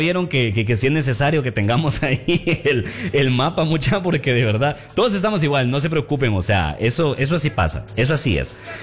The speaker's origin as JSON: {"language": "Spanish", "country": "Guatemala"}